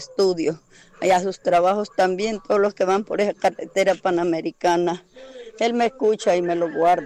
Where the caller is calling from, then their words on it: La Venta del Sur, Honduras; Aquí le hablo de Ojos de Agua, la Venta del Sur.